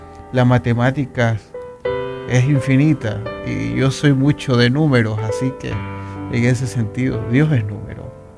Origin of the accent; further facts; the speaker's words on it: Puerto Rico; de la Cámara de Representantes de Puerto Rico. O sea, eso es algo que ha gustado mucho en mi país.